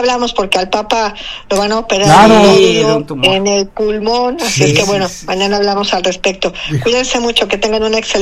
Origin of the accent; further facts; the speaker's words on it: Mexico; moved away; Somos orgullosamente mexicanos, y qué bueno que por nuestra sangre y no por nuestra inteligencia, pues tenemos esos genes españoles y tenemos esos genes indígenas